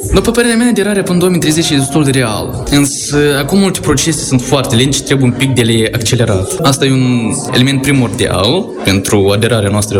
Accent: Chișcăreni, Sîngerei District, Moldova

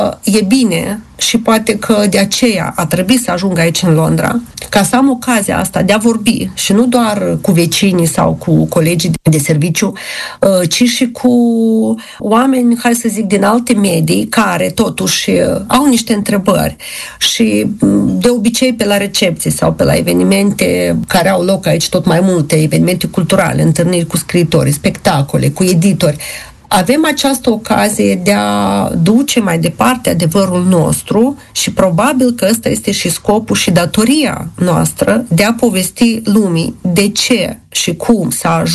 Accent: Moldova; accent: Moldovan; moved away; sunt româncă din Republica Moldova.

